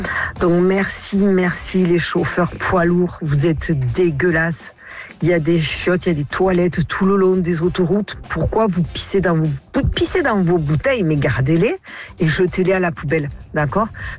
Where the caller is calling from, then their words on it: Cavaillon, Provence-Alpes-Côte d'Azur, France; Je suis à Cavaillon.